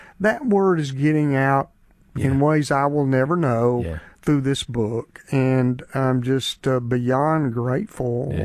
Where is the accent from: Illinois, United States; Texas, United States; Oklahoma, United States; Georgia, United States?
Georgia, United States; Griffin; Going back to my hometown, not too distant down from now, Griffin, Georgia, and do something at a bookstore there